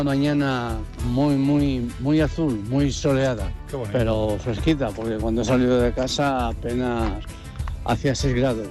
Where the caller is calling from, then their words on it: Madrid, Community of Madrid, Spain; desde Madrid.